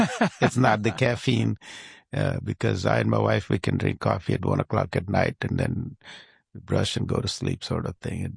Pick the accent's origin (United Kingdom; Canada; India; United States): India; moved away as an adult; I loved my growing up time in India.